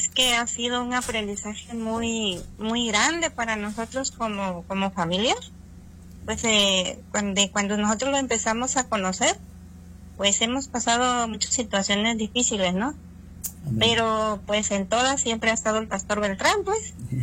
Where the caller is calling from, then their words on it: San Gabriel Mixtepec, Oaxaca, Mexico; yo soy de San Gabriel, Mixtepec, Oaxaca.